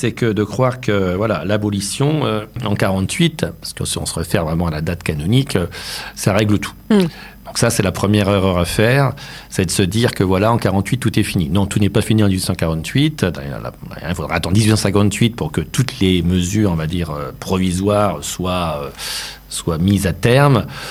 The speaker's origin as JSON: {"language": "French", "region": "Grand Est", "country": "France", "said": "nous dans la Marne"}